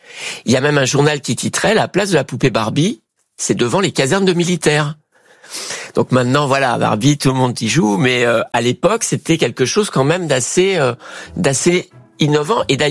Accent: Lyon, Auvergne-Rhône-Alpes, France; moi je suis lyonnais

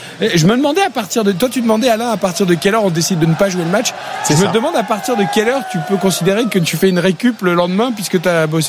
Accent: France; Est-ce qu'on patiente tranquillement, ou est-ce que, comme on est des Français, ça commence à nous agacer sérieusement, Gilbert?

